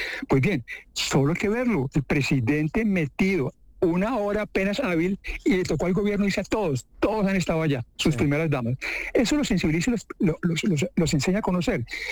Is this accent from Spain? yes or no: no; Armenia, Quindío, Colombia; Yo acabo de llegar de mi tierra, yo soy de Armenia, sí.